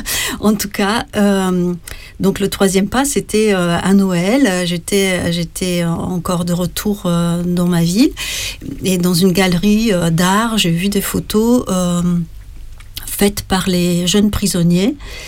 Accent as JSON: {"language": "French", "country": "Slovenia", "tie": "born or raised there", "second_language": "French", "moved": "yes", "said": "Et un jour, j'étais dans ma ville natale, au bord d'une rivière, où j'aimais bien m'asseoir"}